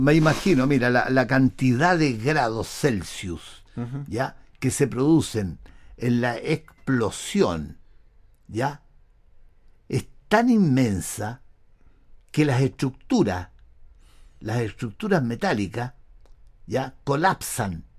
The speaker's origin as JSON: {"language": "Spanish", "region": "Valparaíso", "country": "Chile", "tie": "born there", "said": "yo nací en Valparaíso, ¿ya? De nacimiento soy porteño."}